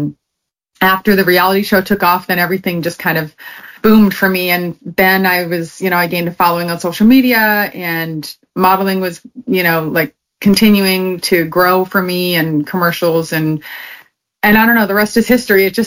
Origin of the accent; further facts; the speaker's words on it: Paradise, Newfoundland and Labrador, Canada; moved away; I grew up in Newfoundland. I was born there in St. John's. I grew up in Paradise. I lived in Paradise my whole life in the same house. I was there until I was about, it was 1999 we moved.